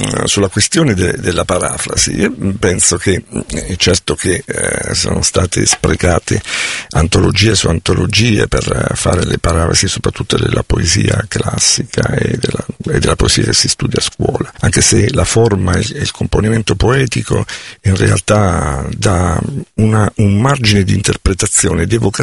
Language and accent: Italian; Abruzzo, Italy; Io sono abruzzese e amo i sapori semplici e autentici.